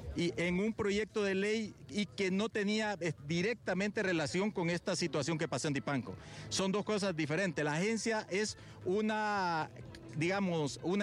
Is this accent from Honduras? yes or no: yes; Honduras